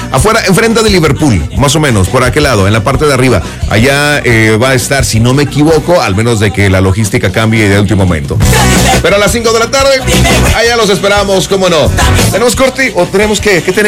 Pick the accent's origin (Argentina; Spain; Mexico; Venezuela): Mexico; En este espacio vamos a tener la palabra que nos distingue como mexicanos, palabras que a lo mejor no existen como tal, pero ya son parte de nuestros modismos.